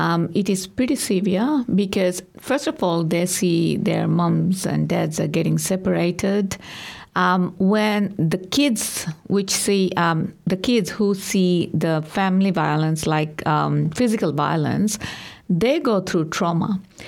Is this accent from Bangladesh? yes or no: yes; Bangladesh; moved away as an adult; I came from Bangladesh 20 years ago as an international student, and I studied education and was a teacher.